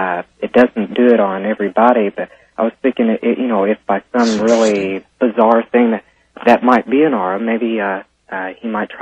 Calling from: Evansville, Indiana, United States; I'm calling from Evansville, Indiana.

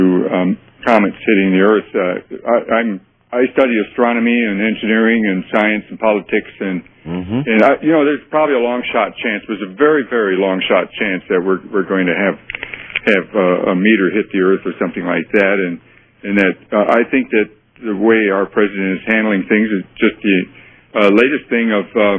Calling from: San Francisco, California, United States; Hi, this is … calling from KSFO in San Francisco.

